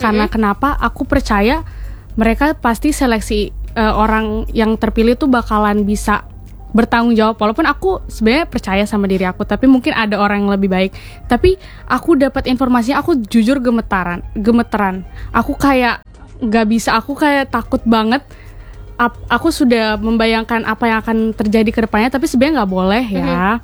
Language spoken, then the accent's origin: Indonesian; Kendari, Southeast Sulawesi, Indonesia; aku tumbuh dan besar di Kendari, Sulawesi Tenggara